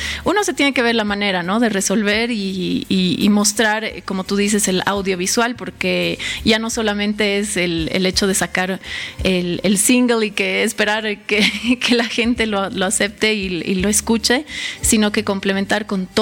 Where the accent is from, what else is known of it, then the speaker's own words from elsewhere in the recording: La Paz, Bolivia; como bolivianos, como paseños específicamente